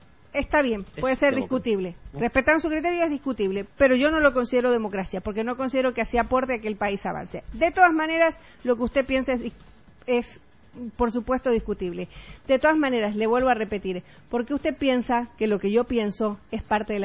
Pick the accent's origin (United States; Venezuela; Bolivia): Bolivia; yo soy tan boliviana